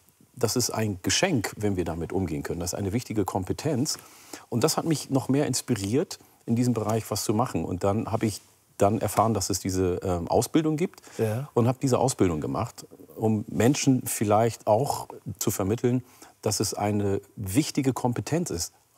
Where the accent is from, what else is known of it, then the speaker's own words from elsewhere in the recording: Ganderkesee, Lower Saxony, Germany; Ja, ich komme aus Ganderkesee-Falkenburg. Dann haben wir schon etwas, was uns verbindet.